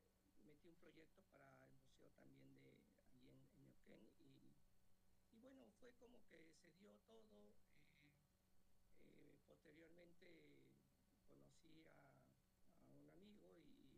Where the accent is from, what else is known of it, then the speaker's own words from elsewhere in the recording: Mexico; moved away as an adult; now in Alto Valle, Río Negro, Argentina; soy escultor mexicano, vivo acá un par de años acá en el Valle.